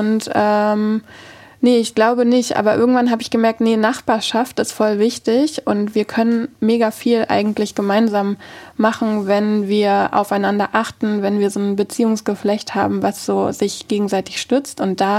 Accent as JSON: {"language": "German", "region": "Hamburg", "country": "Germany", "tie": "born or raised there"}